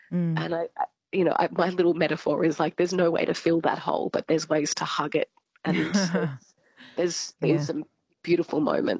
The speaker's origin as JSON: {"language": "English", "town": "Albury", "region": "New South Wales", "country": "Australia", "said": "In Albury Wodonga, so I'm"}